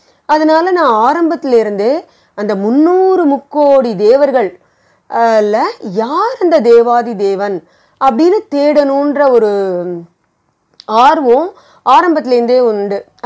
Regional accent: Chennai, Tamil Nadu, India; நான் பிறந்து வளர்ந்து எல்லாமே சென்னை தான். நான் ஒரு ஆர்த்தடாக்ஸ் பிராமின் ஃபேமிலியில், ஐயங்கார் ஃபேமிலியில் நான் பிறந்தேன்.

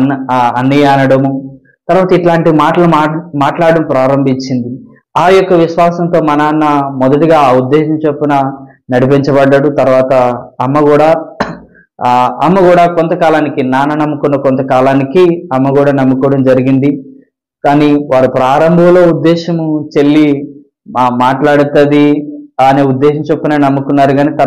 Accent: Andhra Pradesh, India; మాది విశాఖ జిల్లాలో ఒక చిన్న కుగ్రామం, చిన్న గ్రామం. మా గ్రామం పేరు కొంతలం గ్రామం. నేను, మా చెల్లి, అమ్మ, నాన్న, మా అమ్మమ్మ ఇంట్లో ఉండేవాళ్ళము.

